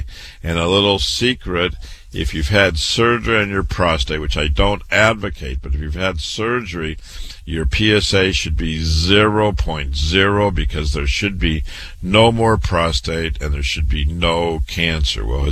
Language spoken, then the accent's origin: English; Waterloo, Iowa, United States; I was born and raised in Waterloo, Iowa. I went to public school, university, MD at 25, real medical doctor.